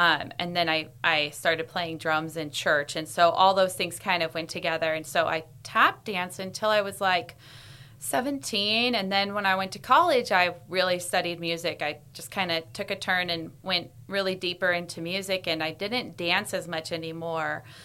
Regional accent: United States; also born or lived in Nashville; now in Sonoma, United States; I grew up in Tahoe, which is not too far away from here.

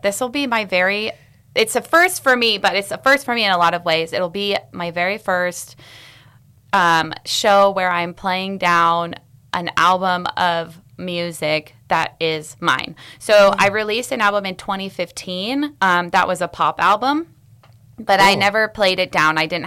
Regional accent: California, United States; also born or lived in Nashville / Los Angeles / New York; now in Sonoma, United States; Well, I was living in Nashville. I grew up in Lake Tahoe.

